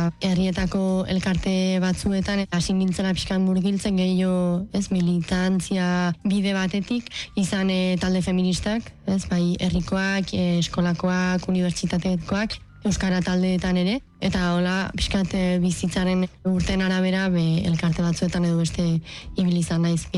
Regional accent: Hendaye, Nouvelle-Aquitaine, France; first language Basque; Hendaiatik heldu naiz eta duela hilabete hasi nintzen Onpiztu elkartean lanean. 24 urte ditut

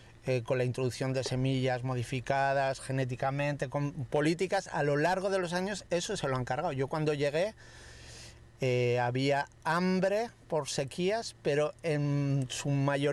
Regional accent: Castile, Spain; moved away; yo siendo castellano

